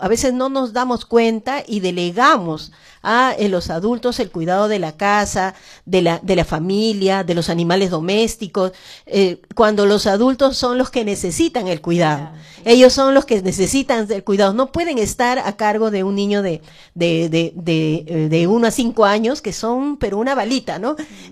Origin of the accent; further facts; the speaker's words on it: Lima, Peru; somos vecinas de Villa